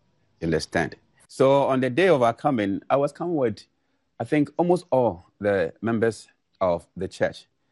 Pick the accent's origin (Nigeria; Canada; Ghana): Ghana; moved away as an adult; also born or lived in South Africa; let's go back to Ghana. Because we wanted to come to Ghana, having made it, as we promised our family.